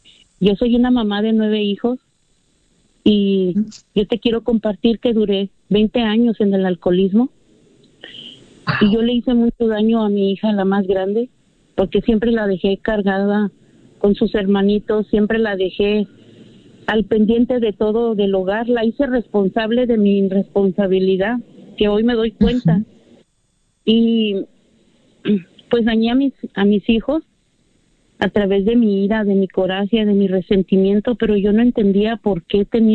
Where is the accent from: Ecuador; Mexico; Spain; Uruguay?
Mexico; Guadalajara, Jalisco; Crecí con una familia muy disfuncional, soy de Guadalajara